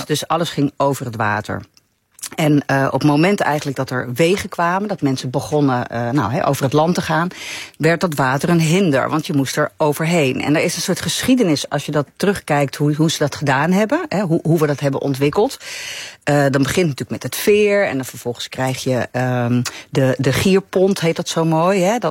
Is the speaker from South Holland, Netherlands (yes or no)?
no; Amsterdam, North Holland, Netherlands; Ik kom uit Amsterdam en ik ben hier naartoe gereden.